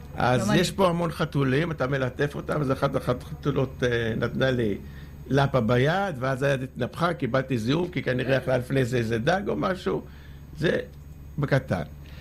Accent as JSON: {"language": "Hebrew", "town": "Netanya", "region": "Central District", "country": "Israel", "tie": "born there", "said": "אני היום לא בתפקיד בעירייה, אבל אני חי את זה. חי את העיר, נולדתי פה."}